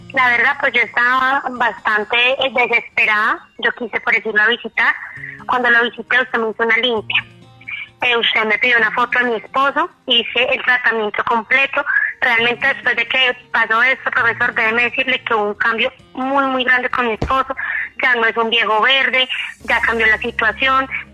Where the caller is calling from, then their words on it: Duitama, Boyacá, Colombia; Yo estoy acá en Duitama, Boyacá.